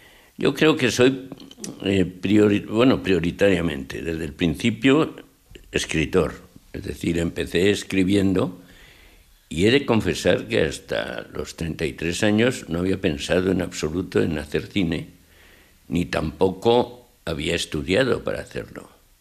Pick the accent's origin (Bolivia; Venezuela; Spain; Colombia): Spain; Asturias; now in Madrid, Spain; ahora me encuentro en Madrid, como estás viendo. pero vengo de Asturias